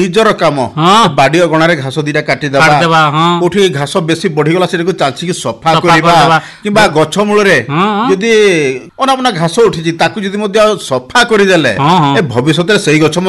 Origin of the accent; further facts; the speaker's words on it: Odisha, India; ଏମିତି ତ ଆମ କେନ୍ଦୁଝର ଜିଲ୍ଲା ପୂର୍ବରୁ ମ୍ୟାଲେରିଆ ପାଇଁ ଅପବାଦ ମୁଣ୍ଡେଇ ଥିଲା